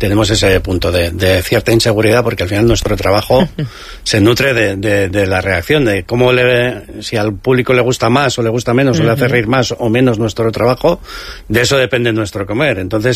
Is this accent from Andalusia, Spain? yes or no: no; Errenteria, Basque Country, Spain; born there; also born or lived in San Sebastián; Yo nací en el barrio de Gros y tengo mucho vínculo con Donosti, porque al final soy vecino de Rentería, estamos a 15 minutos de Topo